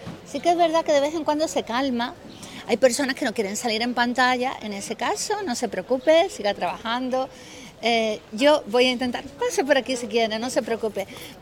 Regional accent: Seville, Andalusia, Spain; also born or lived in Cádiz; A ver, yo nací en Sevilla, soy sevillana

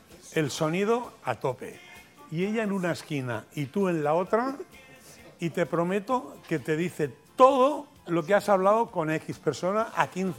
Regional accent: L'Hospitalet de Llobregat, Catalonia, Spain; born or raised there

